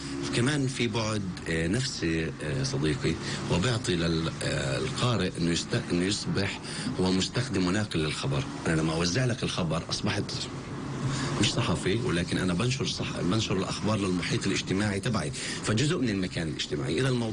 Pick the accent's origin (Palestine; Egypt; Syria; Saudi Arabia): Palestine; خصوصيتنا كفلسطينيين